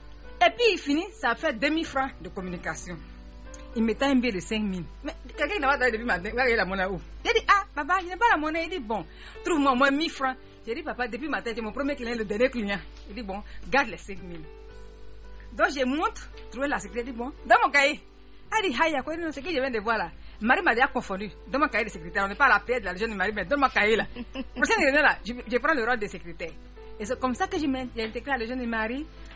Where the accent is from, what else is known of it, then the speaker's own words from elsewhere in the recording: Katiola, Vallée du Bandama, Côte d’Ivoire; moved away; quand je suis arrivée au village chez moi à Katiola